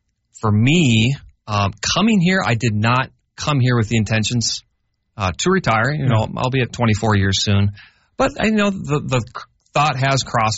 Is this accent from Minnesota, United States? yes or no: yes; Minnesota, United States; moved away as an adult; I grew up in Minnesota